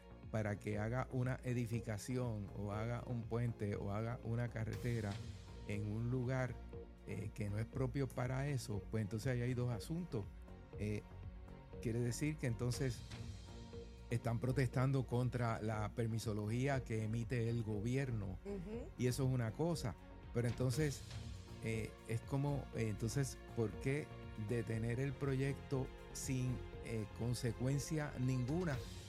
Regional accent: Puerto Rico; Y como aquí en Puerto Rico nuestra cultura no nos gusta eso

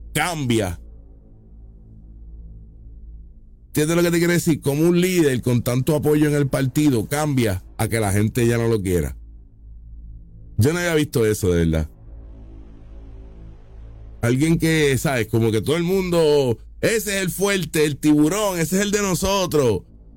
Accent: Puerto Rico; Yo soy boricua. Boricua soy.

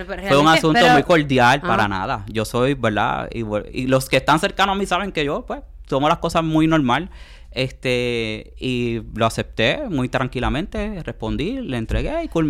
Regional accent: Caguas, Puerto Rico; donde yo nací y me crié, fueron unas parcelas que entregó en Caguas, Puerto Rico, el único alcalde PNP que ha tenido Caguas, el señor Vivoni

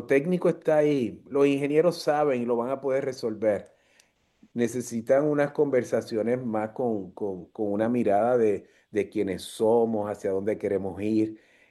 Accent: Puerto Rico; Como jíbaros del campo, como puertorriqueños

